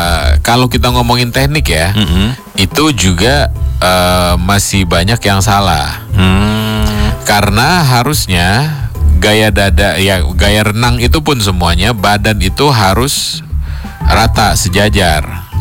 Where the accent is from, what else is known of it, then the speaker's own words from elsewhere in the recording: Batam, Riau Islands, Indonesia; gue kecilnya kan di Batam, jadi banyak pulau-pulau kecil.